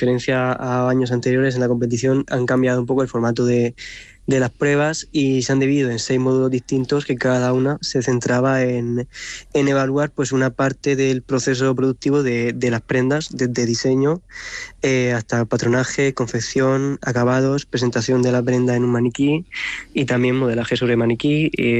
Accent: Murcia, Region of Murcia, Spain; Yo soy de Murcia capital, y tras acabar el bachillerato, pues busqué en este instituto de Lorca

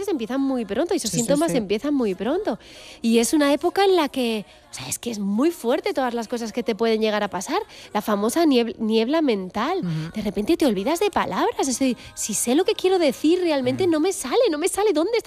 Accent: Galicia, Spain; now in Madrid, Spain; quizás sea porque soy gallega

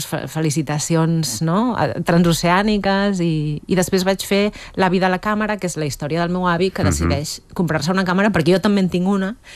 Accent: Sant Fost de Campsentelles, Catalonia, Spain; vaig anar a la tele del meu poble, Sant Fost

